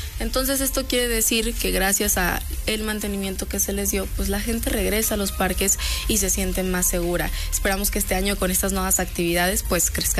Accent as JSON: {"language": "Spanish", "region": "Puebla", "country": "Mexico", "said": "nosotros somos empresarios poblanos y lo que nos interesa es que nuestros parques estén bonitos, seguros y funcionales."}